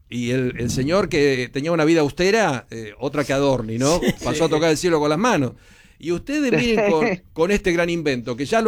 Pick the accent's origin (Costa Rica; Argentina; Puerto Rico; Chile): Argentina; Tal, así somos los argentinos.